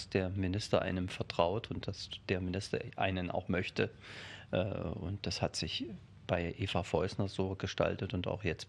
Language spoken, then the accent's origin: German; Hirschberg, Thuringia, Germany; moved away as an adult; also born or lived in Schleiz / Jena; Also bin gebürtiger Thüringer, bin 1965 in Hirschberg an der Saale geboren, im südöstlichsten Zipfel Thüringens, kann man sagen, genau an der Grenze zwischen Bayern, Thüringen und Sachsen. Bin ja Thüringer Vogtländer